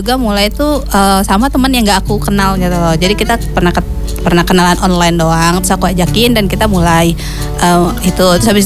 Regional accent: Java, Indonesia; saya orang Jawa.

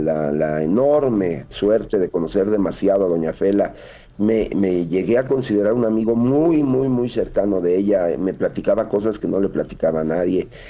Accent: Mexico; De que las familias generalmente, como los mexicanos, nos unimos cuando hay desgracias o tragedias.

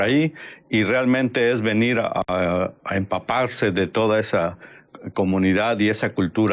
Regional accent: Oaxaca, Mexico; todo lo que representamos, ¿no? Como oaxaqueños. Y realmente enaltecemos y formamos parte de esta gran cultura y esta gran comunidad de oaxaqueños.

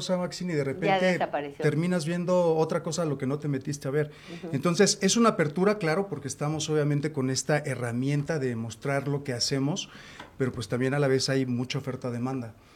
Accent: Veracruz, Mexico; Mucha gente no piensa que soy mexicano, mucha gente piensa que soy dominicano, cubano, de Costa Rica o algo así.

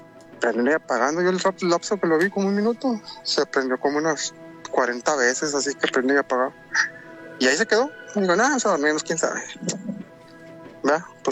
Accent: Tamaulipas, Mexico; Ok, bueno, sí … de Tamaulipas.

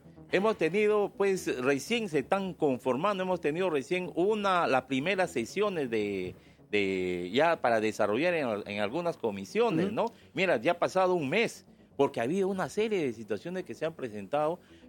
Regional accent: Peru; Y hemos tenido que soportar como peruanos?

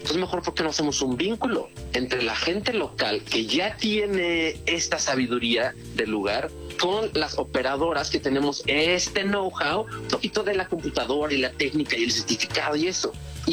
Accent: Mexico City, Mexico; moved away as an adult; now in Valle de Bravo, Mexico; yo soy de la Ciudad de México, actualmente vivo en Valle de Bravo

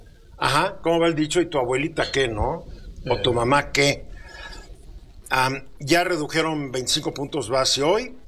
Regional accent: Mexico; somos pocos los mexicanos que tenemos gas natural

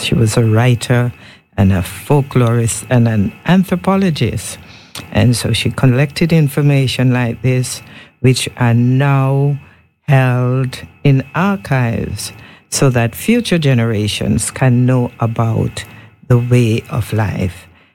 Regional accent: Trials, Montserrat; where I grew up in Trials

